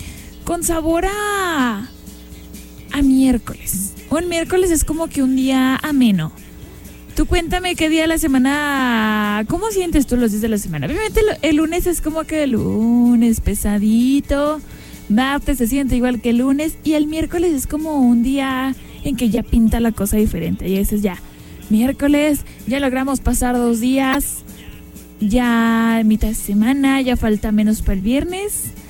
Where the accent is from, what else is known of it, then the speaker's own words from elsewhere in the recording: Mexico; así somos los mexicanos